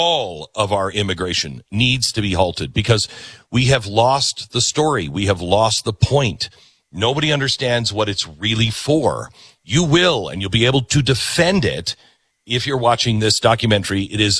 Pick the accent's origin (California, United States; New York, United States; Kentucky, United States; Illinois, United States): Kentucky, United States; Well, my grandpa was from Armenia. My grandmother was from Costa Rica, but my dad's German. I'm from Kentucky.